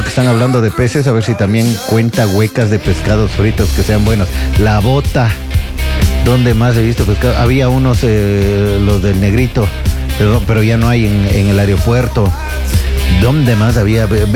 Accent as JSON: {"language": "Spanish", "region": "Loja", "country": "Ecuador", "said": "Yo estuve en mi tierra Loja y me di un salto a Zamora para servirme a los tiempos un plato de ancas de rana."}